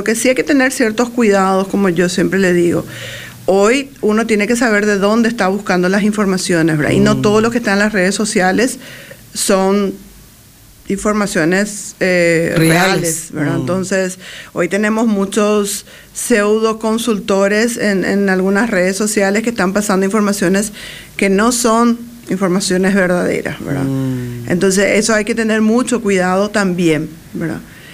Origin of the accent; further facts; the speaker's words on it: Paraguay; Como paraguayos creo que ya lo tenemos.